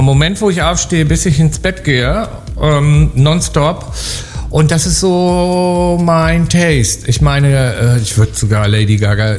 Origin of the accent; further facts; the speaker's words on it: Germany; moved away as an adult; also born or lived in London; ich bin in der Nähe von Hamburg aufgewachsen